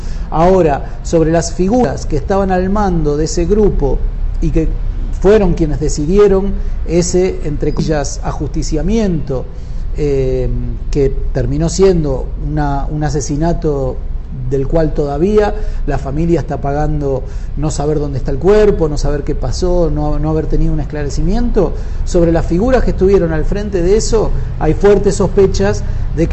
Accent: Argentina; soy argentino, escritor, investigador, estoy aquí en Guatemala

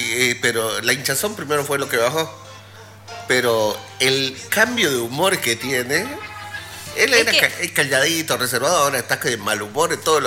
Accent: Bolivia; soy bien boliviano

